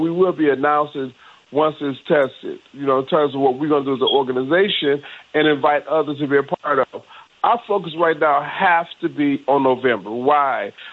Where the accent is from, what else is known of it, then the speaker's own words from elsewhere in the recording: Detroit, Michigan, United States; But quite frankly, I grew up in Detroit, you know, Metro Detroit.